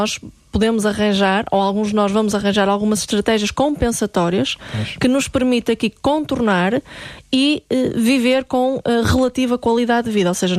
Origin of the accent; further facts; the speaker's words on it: Porto, Portugal; que nós somos aqui do Norte, na Boa Vista